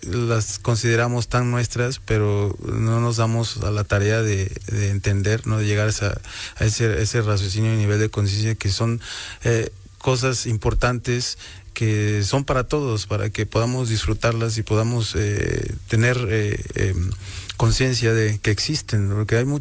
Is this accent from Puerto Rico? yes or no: no; Izúcar de Matamoros, Puebla, Mexico; moved away; no vi cómo se transformó Izúcar. Tengo 40, 50 años fuera de mi terruño, ¿no?